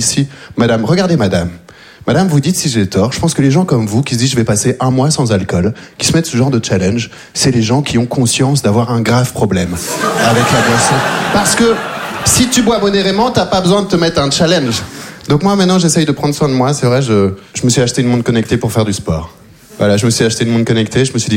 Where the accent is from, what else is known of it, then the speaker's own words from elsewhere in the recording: Belgium; Je viens de Belgique. Je suis arrivé en Belgique quand j'avais 3 ans. J'ai vécu toute ma vie là-bas.